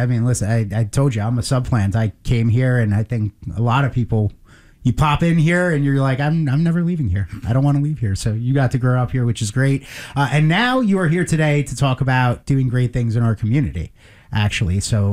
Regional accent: Long Island, New York, United States; Because I'm originally from Long Island, and then I went to school at Wesleyan and stuck around after that.

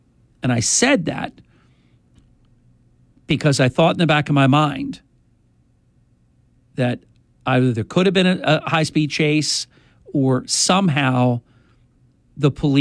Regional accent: United States; Just as an American, I was so proud.

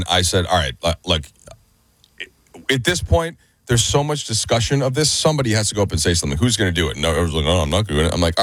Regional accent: Minnesota, United States; Yeah, western suburbs of Minneapolis.

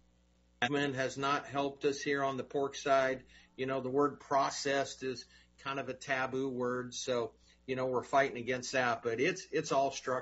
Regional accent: Iowa, United States; I went to my hometown grocer here in Eastern Iowa.

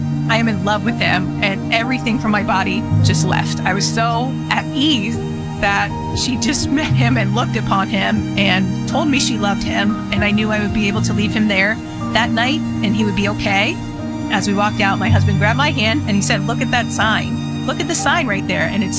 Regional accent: Ashburn, Virginia, United States; we are from Ashburn, Virginia.

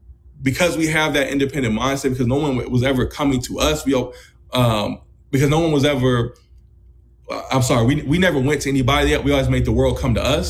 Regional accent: California, United States; now in Los Angeles, United States; I love Oakland, I'm born and raised in the Bay, but if it wasn't for me kind of going to New York, going to coming to LA, I wouldn't have had the opportunity.

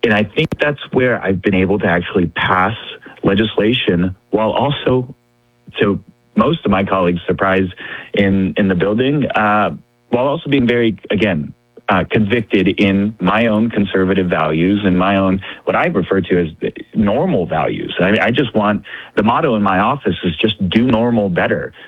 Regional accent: Sacramento, California, United States; I'm originally from Sacramento.

